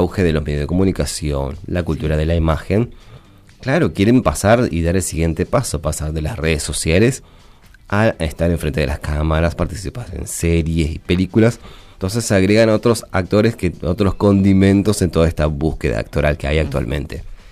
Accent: Argentina; acá en Argentina sabemos de dónde venís.

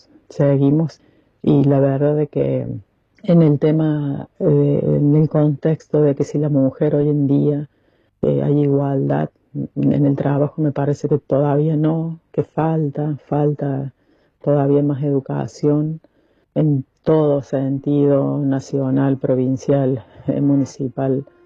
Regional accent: Argentina

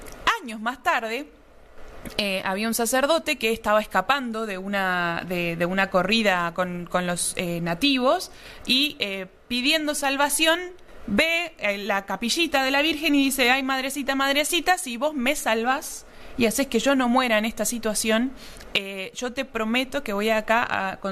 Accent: Argentina

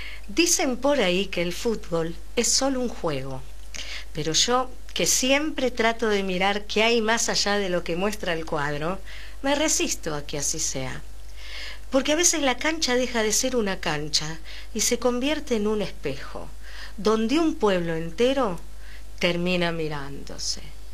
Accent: Argentina; cómo somos los argentinos

